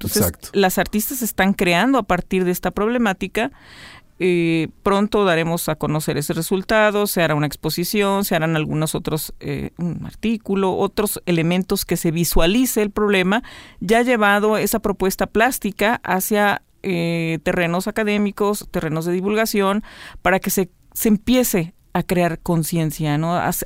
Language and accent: Spanish; Xalapa, Veracruz, Mexico; que soy, bueno, de Jalapa y de Veracruz